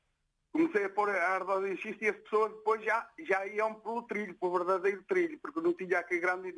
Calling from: Ermelo, Norte, Portugal; falo de Ermelo.

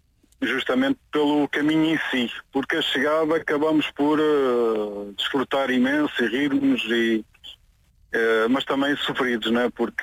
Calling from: Mira, Centro, Portugal; Nós somos de Mira.

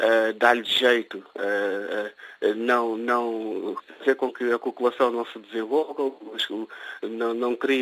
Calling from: Guinea-Bissau; principalmente da Guiné-Bissau, que é o meu país de origem

